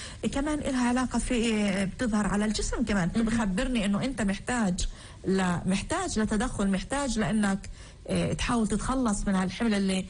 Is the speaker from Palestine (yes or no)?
yes; Palestine; أنا كشاب فلسطيني